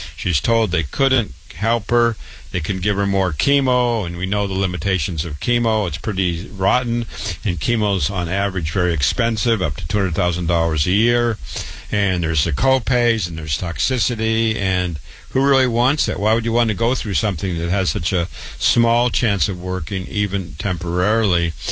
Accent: Waterloo, Iowa, United States; You get the same chemo in my hometown of Waterloo, Iowa, as super-duper general.

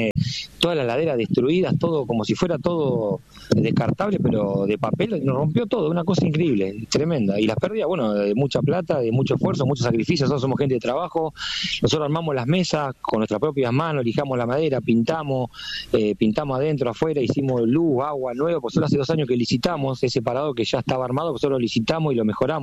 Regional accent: Monte Hermoso, Buenos Aires Province, Argentina; Yo soy nacido y criado acá en Monte Hermoso, tengo 50 años

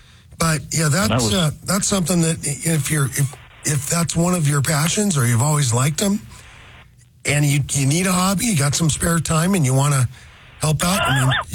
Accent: Ballard, Washington, United States; Well, I never participated, but I had lots of friends that did. I was from Ballard

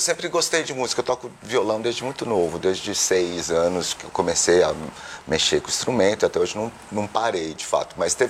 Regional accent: Brazil; Sou brasileiro, um nipo brasileiro, me autodefino como amarelo.

